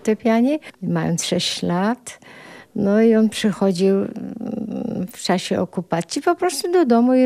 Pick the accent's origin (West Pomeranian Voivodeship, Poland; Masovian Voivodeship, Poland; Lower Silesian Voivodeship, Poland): Masovian Voivodeship, Poland; Warsaw; Dorastałam w domu pod królami.